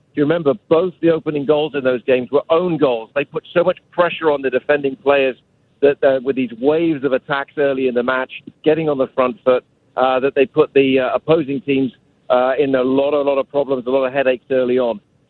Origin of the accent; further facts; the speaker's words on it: England, United Kingdom; now in United States; I say that as an Englishman, you know, who now lives and works in America